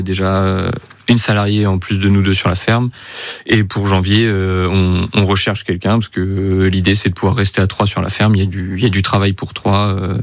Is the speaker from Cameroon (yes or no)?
no; Pays de la Loire, France; J'ai quitté la Mayenne, je suis resté en France, mais j'avais envie de voir plein de choses.